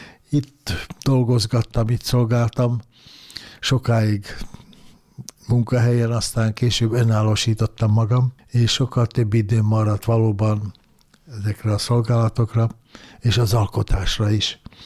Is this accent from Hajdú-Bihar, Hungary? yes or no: no; Budapest, Hungary; Gyerekkoromban is itt születtem, és itt nőttem fel először Angyalföldön, aztán később Újpesten, és mindig közel volt hozzám a Duna